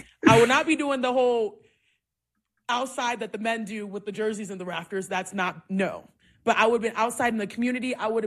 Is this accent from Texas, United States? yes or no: yes; Cypress, Texas, United States; I'm like, oh, I'm from Cypress. I'm like, oh, you ain't from Houston. I'm from the north side, northwest side.